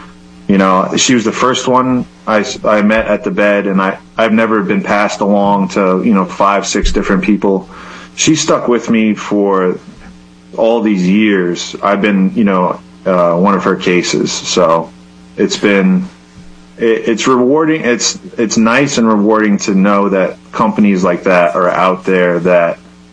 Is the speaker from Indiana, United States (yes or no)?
no; New York, United States; I'm originally from mid-state New York.